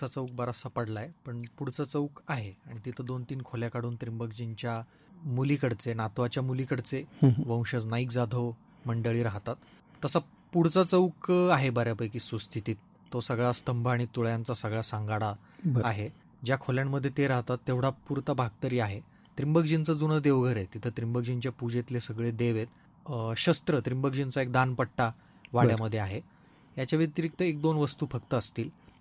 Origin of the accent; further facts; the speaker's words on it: Nimgaon Jali, Maharashtra, India; खरं तर फार ऐतिहासिक वारसा निमगाव जाळीला लाभला आहे. जे मी लहानपणापासून ज्या गावात मोठा झालो तिथं अनेक वाडे आहेत, विहिरी, बारवा, मंदिरं, वेस आहे मोठी, गावकुस आहे.